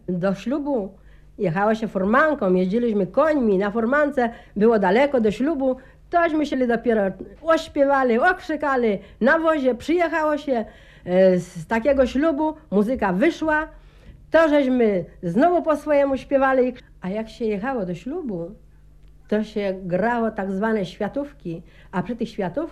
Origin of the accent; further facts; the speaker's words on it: Dębska Wola, Świętokrzyskie Voivodeship, Poland; U nas w Dębskiej Woli jest dużo śpiewaczek.